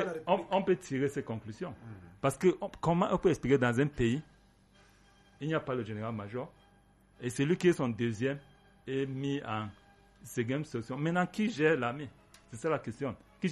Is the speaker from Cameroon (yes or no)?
yes; Cameroon; J'ai dit que je suis Camerounais